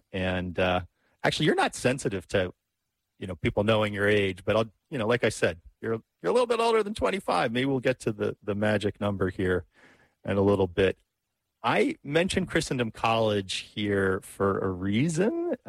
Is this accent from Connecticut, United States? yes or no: no; New Jersey, United States; I'm from New Jersey.